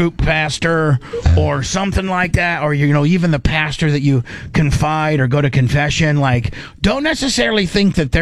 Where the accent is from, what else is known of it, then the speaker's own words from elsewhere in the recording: Warsaw, United States; when we were growing up in Warsaw High